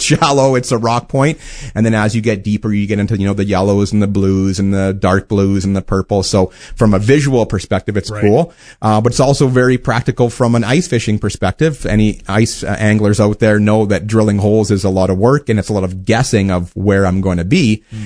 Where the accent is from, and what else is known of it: Wawota, Saskatchewan, Canada; born or raised there